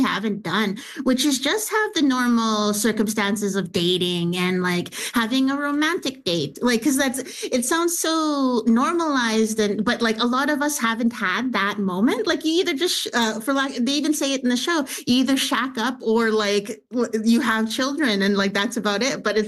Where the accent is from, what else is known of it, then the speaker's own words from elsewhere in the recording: Winnipeg, Manitoba, Canada; Well, I'm biased because I'm from Winnipeg and Winnipeg has always been like a magical city for me.